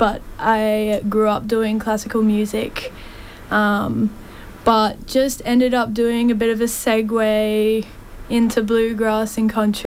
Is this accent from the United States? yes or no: no; Brisbane, Queensland, Australia; I'm a Brizzy girl. I grew up on the north side.